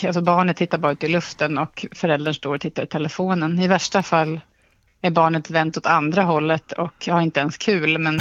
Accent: Eskilstuna, Södermanland, Sweden; now in Stockholm, Sweden; jag är från Eskilstuna från början, jag flyttade till Stockholm för 30 år sedan. Jag är i Eskilstuna ibland

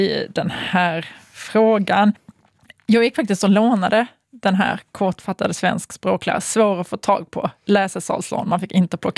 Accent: Sweden; vi som svenska

